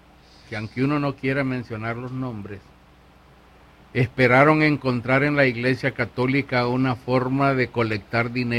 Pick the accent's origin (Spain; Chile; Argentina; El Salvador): El Salvador; moved away; En mi parroquia ahí del pueblecito de donde vengo en El Salvador